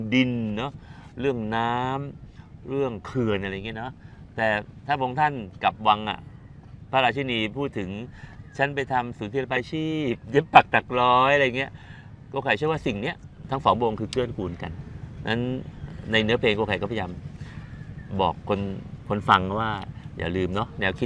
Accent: Southern Thailand, Thailand; accent: Southern Thai dialect

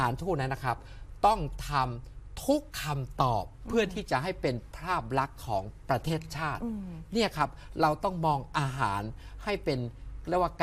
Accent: Bueng Kan, Thailand; ผมเป็นคนบึงกาฬ

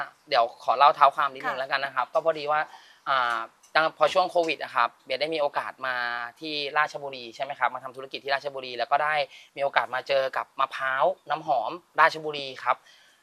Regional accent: Southern Thailand, Thailand; now in Ratchaburi, Thailand; ผมเป็นคนใต้ครับ

